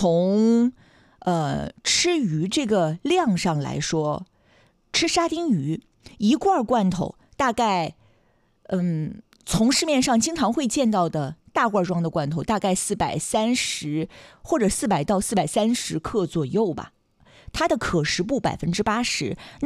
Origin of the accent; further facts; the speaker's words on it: Dalian, Liaoning, China; 对于我们大连人来说